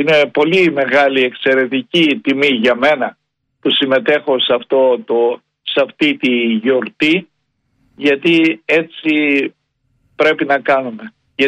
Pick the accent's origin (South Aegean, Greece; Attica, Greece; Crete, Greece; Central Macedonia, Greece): Crete, Greece